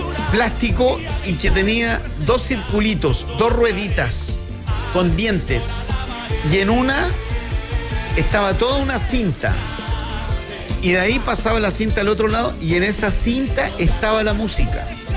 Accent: Chile; Soy chileno. Y chilero, diría un amigo guatemalteco.

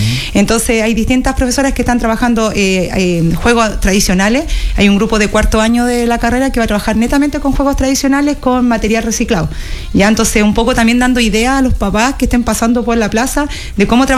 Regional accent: Chile

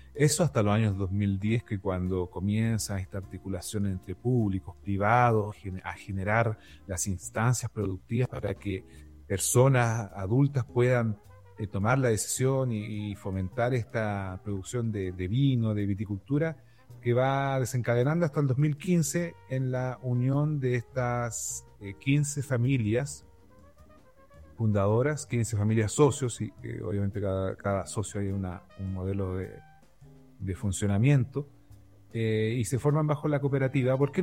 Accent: Antofagasta, Chile; los antiguos atacameños, nuestros antepasados

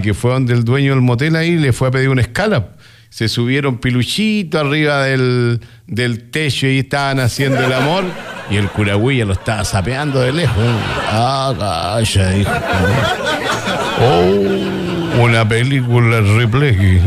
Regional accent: Angol, Araucanía, Chile; Somos de Kidangol

